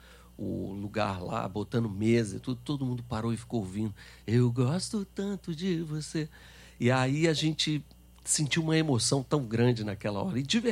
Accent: Brasília, Federal District, Brazil; moved away; also born or lived in Rio de Janeiro; eu estava em Brasília, eu morei lá muitos anos, né? Cresci lá, sou carioca, mas pai transferido para lá, essa história assim.

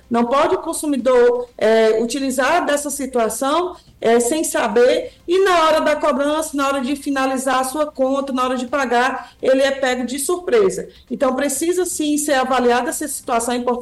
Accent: Brazil; Nós, como brasileiros

